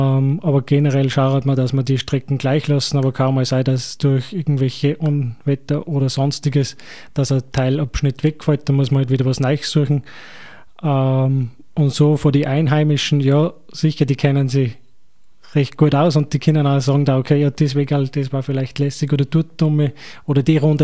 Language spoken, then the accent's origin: German; Scheibbs, Lower Austria, Austria; born there; Ja, meine Wurzeln habe ich eigentlich in Niederösterreich. Da bin ich geboren, in Scheibs. Mich hat es eigentlich dann nach Gäusern über die Schule verschlagen.